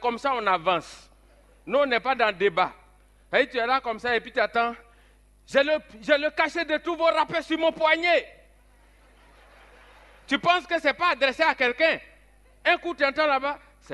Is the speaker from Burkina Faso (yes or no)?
no; Côte d’Ivoire; nous, les Ivoiriens, on est expérimentés, on est trop smart.